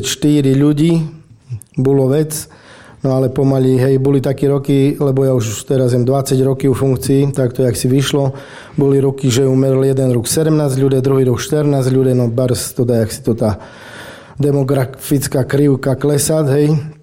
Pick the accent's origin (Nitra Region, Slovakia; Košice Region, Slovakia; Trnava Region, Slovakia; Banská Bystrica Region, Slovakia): Košice Region, Slovakia; Pača